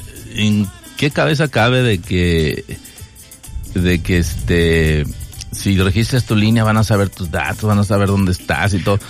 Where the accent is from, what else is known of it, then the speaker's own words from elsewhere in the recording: Mexico; Así somos los mexicanos.